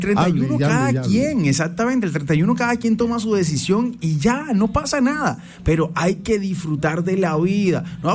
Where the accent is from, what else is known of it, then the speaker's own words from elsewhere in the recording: Colombia; Somos colombianos, todos.